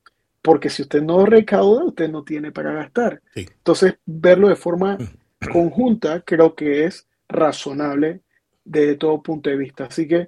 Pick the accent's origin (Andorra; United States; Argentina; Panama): Panama